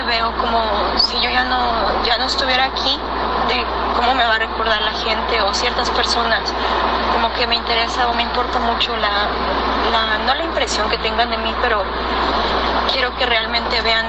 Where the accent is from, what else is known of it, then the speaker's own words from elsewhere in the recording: Mexico City, Mexico; now in Texas, United States; Del estado de Texas, pero soy originaria de la Ciudad de México.